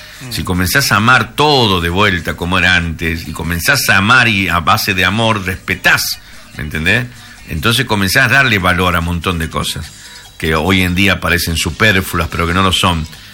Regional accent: Argentina; somos argentinos

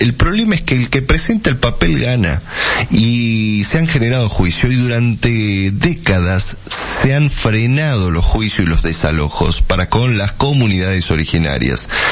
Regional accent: Salta, Argentina; A nosotros en Salta

